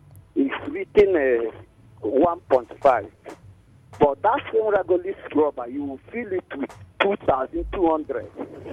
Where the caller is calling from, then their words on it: Omoku, Rivers, Nigeria; Okay, I'm calling from Omok.